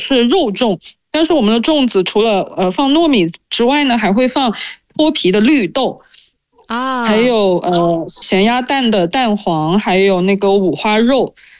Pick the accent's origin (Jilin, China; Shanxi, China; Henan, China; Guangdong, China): Guangdong, China; Zhanjiang; 因为我是广东人嘛，我的家乡是广东湛江